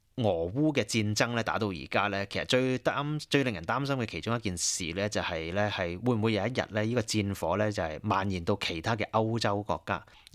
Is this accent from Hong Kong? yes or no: no; Australia; 咁大家可能會問啊，咁啊沙特受到攻擊，其實同我哋澳洲人有咩關係咧？